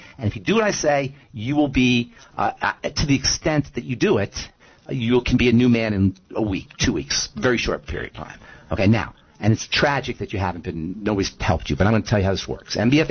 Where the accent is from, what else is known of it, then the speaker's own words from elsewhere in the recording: Trenton, New Jersey, United States; I grew up in Trenton. I know all about Philly.